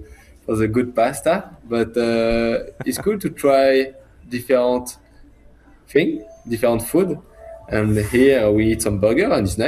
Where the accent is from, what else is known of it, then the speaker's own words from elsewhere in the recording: France; English is a second language; I'm from Europe, from France. And to see this culture is nice.